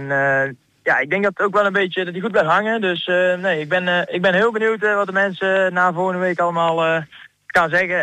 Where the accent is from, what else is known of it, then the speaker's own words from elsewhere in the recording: Dongen, North Brabant, Netherlands; ik kom uit het Brabantse Dongen, tussen Tilburg en Breda gelegen.